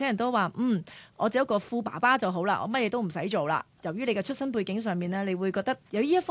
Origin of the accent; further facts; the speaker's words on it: Hong Kong; 我们真的土生土长的香港年轻人